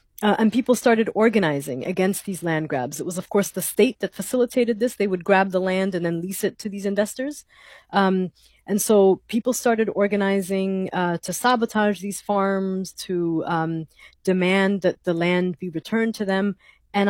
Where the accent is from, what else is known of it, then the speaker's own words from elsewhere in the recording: Sudan; So I'm originally from Sudan